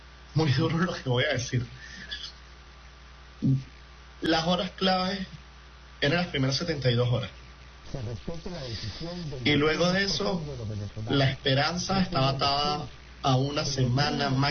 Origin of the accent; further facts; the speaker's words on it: Venezuela; seguíamos vivos también como venezolanos.